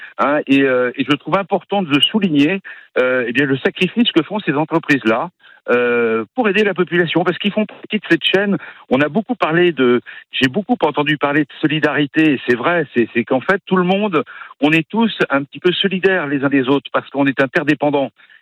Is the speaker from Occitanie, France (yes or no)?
no; Cossé-le-Vivien, Pays de la Loire, France; On a un fournisseur qui s'appelle Brett Agri à Cossé-le-Vivien, puisque je suis de Cossé.